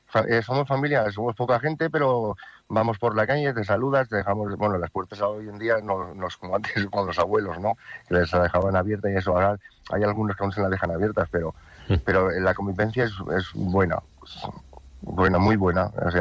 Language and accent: Spanish; Aragon, Spain; sobre todo es en las cuencas mineras, se encuentra en la comarca Sierra de Arcos. ¿Qué voy a decir yo de mi pueblo, no? Es bello.